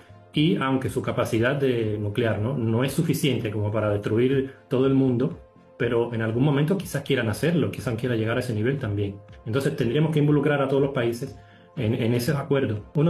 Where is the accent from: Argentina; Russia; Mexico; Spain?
Russia; yo como ruso